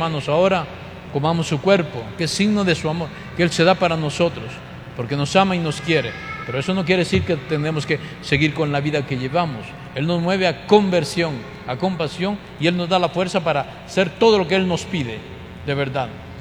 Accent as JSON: {"language": "Spanish", "town": "Cobán", "region": "Alta Verapaz", "country": "Guatemala", "said": "los cobaneros, nosotros"}